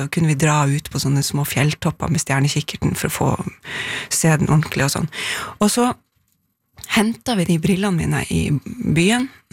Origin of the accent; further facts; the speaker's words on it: Bodø, Nordland, Norway; moved away; Tverlandet som jeg titter seg utenfor Bodø der jeg kommer fra, det 5 vindfrie dager I året der.